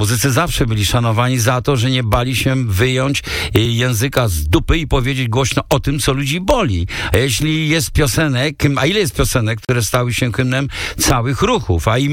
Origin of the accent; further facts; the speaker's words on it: Belarus; Sam pochodzę z Białorusi, gdzie do dziś wielu muzyków siedzi za kratami.